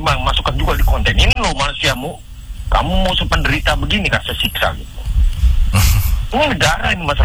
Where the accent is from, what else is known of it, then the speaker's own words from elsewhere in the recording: Samarinda, East Kalimantan, Indonesia; Saya di Kalimantan Timur, Pak, minta maaf ya, saya di Samarinda, saya anak Samarinda.